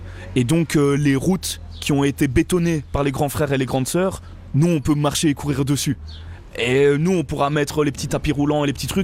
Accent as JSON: {"language": "French", "region": "Geneva", "country": "Switzerland", "said": "je viens de Genève, que je suis suisse."}